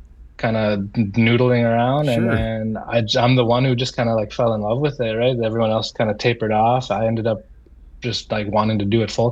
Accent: Inuvik, Northwest Territories, Canada; I'm from Inuvik, Northwest Territories. I'm Inuvialuit.

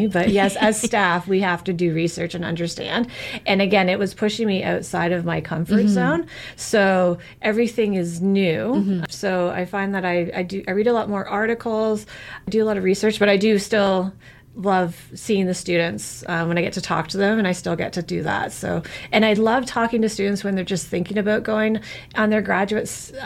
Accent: Kingston, Ontario, Canada; also born or lived in London, Ontario; So I grew up around Kingston, grew up north of the city, and then I spent about my undergraduate life and then about 11 years in London, Ontario.

